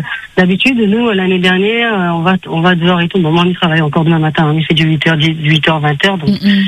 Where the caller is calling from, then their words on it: Paris, Île-de-France, France; J'appelle de Paris.